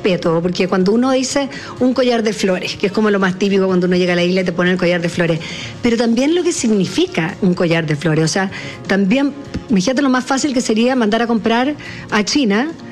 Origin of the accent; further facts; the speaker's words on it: Chile; como chilena yo tendría que saber esta información de todo lo que pasa aquí.